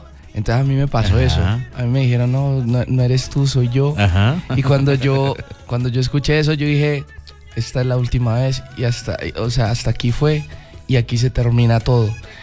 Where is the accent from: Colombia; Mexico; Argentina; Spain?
Colombia; Garzón, Huila; moved away as an adult; now in Medellín, Colombia; Soy de Garzón Huila. Actualmente vivo en Medellín, me fui hace 9 meses a vivir en Medellín.